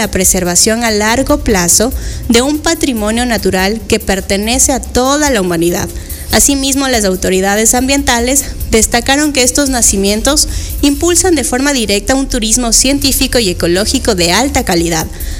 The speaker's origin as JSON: {"language": "Spanish", "country": "Ecuador", "said": "la enorme responsabilidad que tenemos como ecuatorianos"}